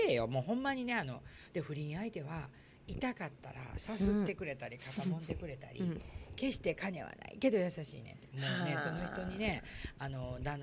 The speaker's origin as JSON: {"language": "Japanese", "region": "Osaka", "country": "Japan", "accent": "Osaka dialect", "said": "大阪弁出てきたけど、"}